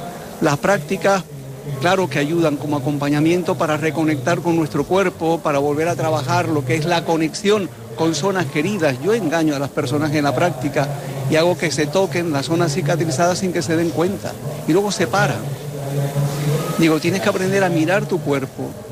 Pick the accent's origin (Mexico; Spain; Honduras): Spain; Santa Cruz de Tenerife, Canary Islands; yo soy de Santa Cruz y es la primera vez que vengo al recinto.